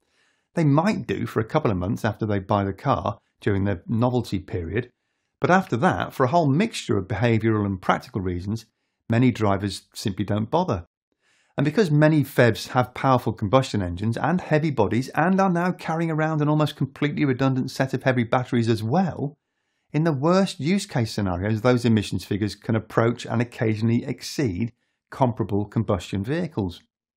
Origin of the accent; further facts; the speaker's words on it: United Kingdom; And I'm British, you know.